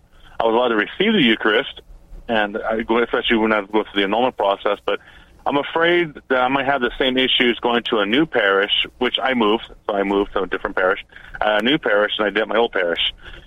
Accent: Las Vegas, Nevada, United States; I'm from Las Vegas

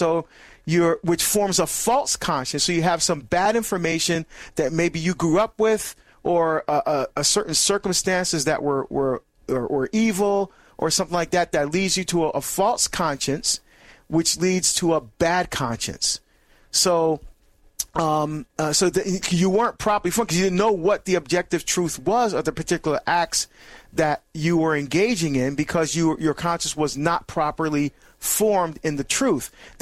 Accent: Barbados; it's sweet bread that my mom, we're from Barbados, and my mom used to make that.

